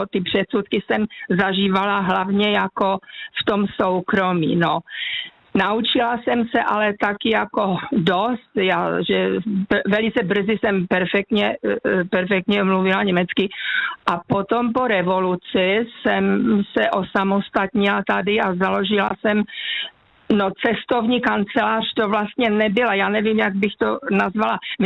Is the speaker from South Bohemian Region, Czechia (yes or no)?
no; Ostrava, Moravian-Silesian Region, Czechia; born or raised there